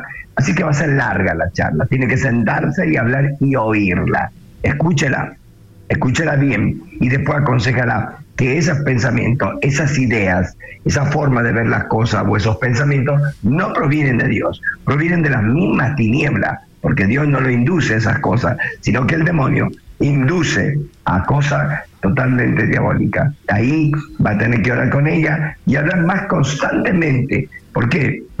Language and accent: Spanish; Argentina; obviamente que tengo que soy argentino y me gusta que Argentina gane